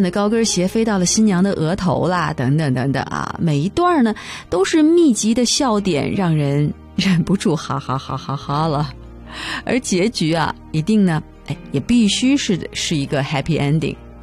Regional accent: China; 你说这太像我们中国人才说的年份

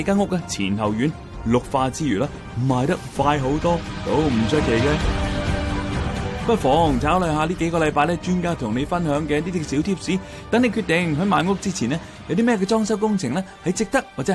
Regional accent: Canada; 有研究指示咧，我哋加拿大人咧嚟买一间嘅屋啊

